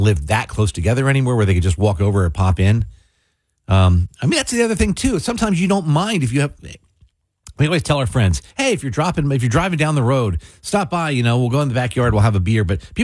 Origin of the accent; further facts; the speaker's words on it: Mays Landing, New Jersey, United States; growing up in Mays Landing, my aunt and uncle lived one street over. My grandparents also lived one street over.